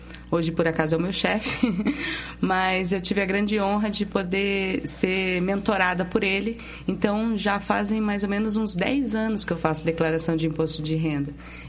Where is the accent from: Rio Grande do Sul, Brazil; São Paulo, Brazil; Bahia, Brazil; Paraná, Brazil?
Paraná, Brazil; Paranaguá; born there; moved away as an adult; now in Curitiba, Brazil; Eu sou de Paranaguá, já estou aqui em Curitiba fazem 12 anos